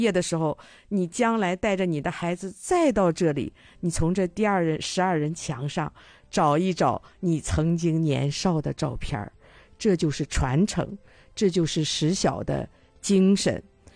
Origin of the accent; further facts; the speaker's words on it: Dalian, Liaoning, China; 那种身为一个大连人的骄傲，